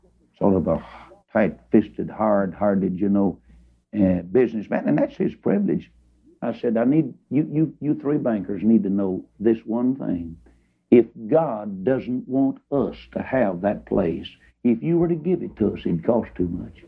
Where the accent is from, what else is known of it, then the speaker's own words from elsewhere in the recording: Texas, United States; Of course, now, you know, I'm from Texas.